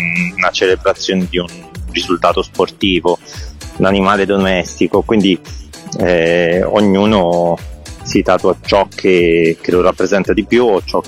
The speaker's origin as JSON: {"language": "Italian", "town": "Trieste", "region": "Friuli-Venezia Giulia", "country": "Italy", "tie": "born there", "also_born_or_lived": "Milan", "lives_now": "Rome, Italy", "said": "Sì, sono nato a Trieste, ho vissuto a Milano e ci vengo periodicamente ogni volta che gioca l'Inter o per tatuare e vivo a Roma."}